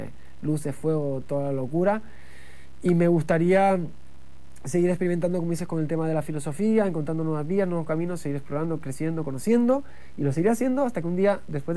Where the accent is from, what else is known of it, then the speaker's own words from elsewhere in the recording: Canary Islands, Spain; also born or lived in England; now in Switzerland; yo me crié en las Islas Canarias, para mí Canarias es América Latina